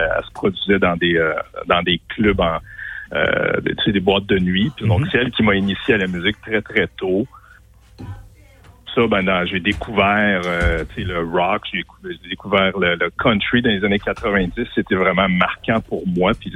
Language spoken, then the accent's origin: French; Saint-Bruno-de-Montarville, Quebec, Canada; moved away as an adult; also born or lived in Casablanca, Morocco; now in Montmagny, Canada; j'ai passé mon enfance dans les rues de Saint-Bruno, Belleuil, Longueuil, McMasterville. Je connais tout le coin